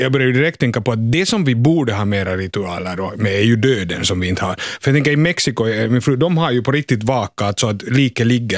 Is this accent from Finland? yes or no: yes; Finland; skönt i Finland att vi är ganska avslappna